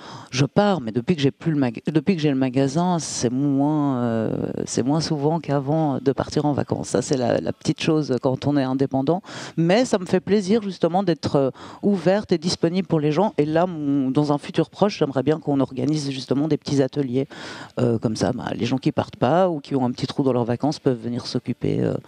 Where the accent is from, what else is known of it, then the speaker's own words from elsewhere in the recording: Brussels, Belgium; Moi, je viens de Bruxelles de base.